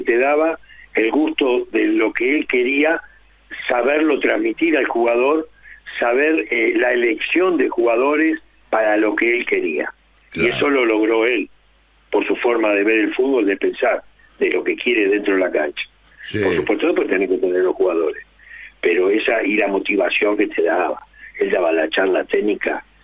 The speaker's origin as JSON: {"language": "Spanish", "town": "Ramos Mejía", "region": "Buenos Aires Province", "country": "Argentina", "tie": "born or raised there", "said": "yo nací en Ramos Mejía"}